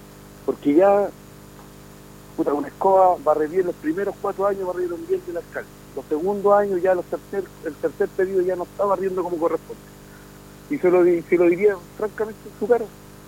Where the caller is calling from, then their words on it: Coronel, Biobío, Chile; yo te hablo del sector Galilea